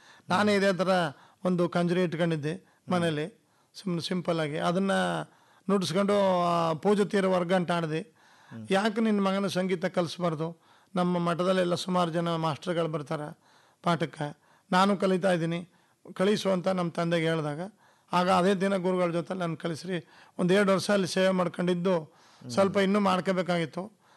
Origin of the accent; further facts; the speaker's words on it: Kamaralli, Karnataka, India; ನಮ್ಮದು ಕಮರಳ್ಳಿ, ಗುಂಡ್ಲುಪೇಟೆ ತಾಲೂಕು, ಬೇಗೂರು ಹೋಬಳಿ.